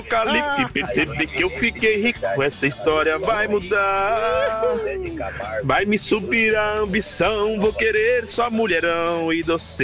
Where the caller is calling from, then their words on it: Joinville, Santa Catarina, Brazil; motora de APP, morador do bairro Fátima.